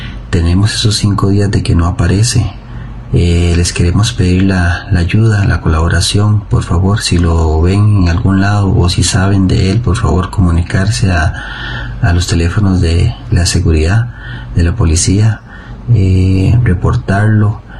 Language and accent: Spanish; Costa Rica; Somos de Costa Rica.